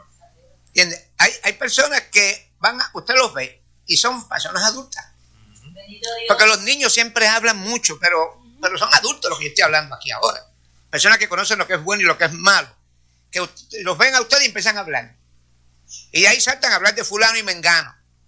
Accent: Puerto Rico; Porque yo cuando vine de Puerto Rico, yo era pastor y sigo siendo pastor

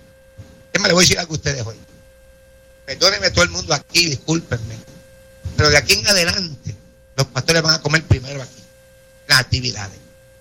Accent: Corozal, Puerto Rico; moved away; allá en Puerto Rico, en mi pueblo, Corozal, Puerto Rico

